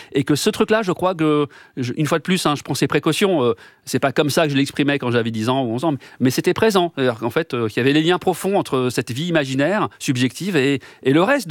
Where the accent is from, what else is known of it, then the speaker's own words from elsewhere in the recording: Paris, Île-de-France, France; also born or lived in Sarcelles; je suis né à Sarcelles. Ouais. Voilà, où j'ai passé les 5 premières années, donc avec quelques souvenirs d'enfance, évidemment, de ma vie à Sarcelles, et ensuite à Paris, dans le 11e arrondissement que j'appréciais beaucoup.